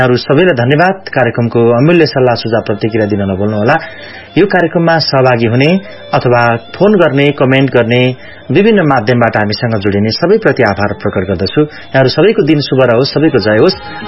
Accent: Melamchi, Bagmati, Nepal; सिन्धुपाल्चोकतिर होइन, सिन्धुपाल्चोक नै हो, मेलम्चे नगरपालिका।

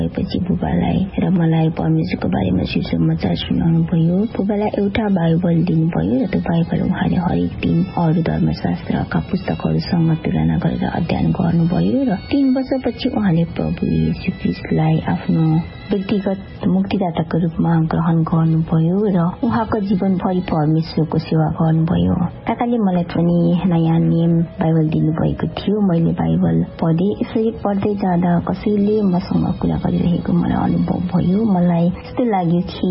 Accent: Dolakha, Bagmati, Nepal; मेरो गाउँ दोलखाको एक विकट ठाउँमा छ त्यो समयमा गाउँको नजिक स्कुलहरू थिएनन्

